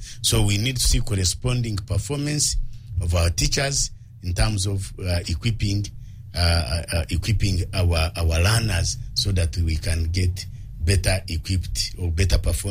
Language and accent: English; Mbarara, Western Region, Uganda; now in Kampala, Uganda; I come from Barara. I think I should be able to come from Barara and work here in Kampala, and in at 5 go home, I go to Barara and come back.